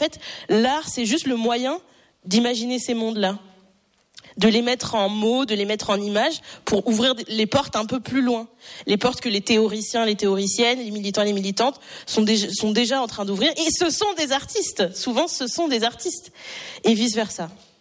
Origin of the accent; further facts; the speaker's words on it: Châtel-Guyon, Auvergne-Rhône-Alpes, France; also born or lived in Riom; Je suis née à Rion, à côté de Clermont-Ferrand, et j'ai grandi dans des petits villages à Enza, à Chappes et à Châtel-Guyon, où mon père vit toujours.